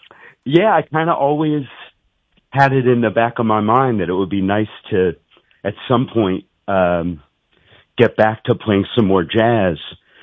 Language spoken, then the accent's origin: English; Boston, Massachusetts, United States; now in New York City, United States; I was born in New York, but then when I was about 4, my family moved to the Boston area.